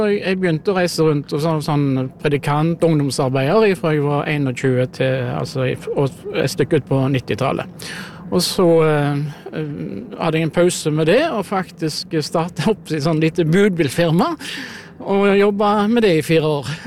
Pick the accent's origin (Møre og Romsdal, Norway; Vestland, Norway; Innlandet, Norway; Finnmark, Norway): Vestland, Norway; Kvinnherad; born or raised there; now in Klepp, Norway